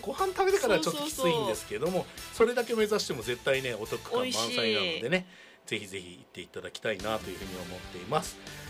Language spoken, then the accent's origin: Japanese; Sendai, Miyagi, Japan; moved away; 僕仙台人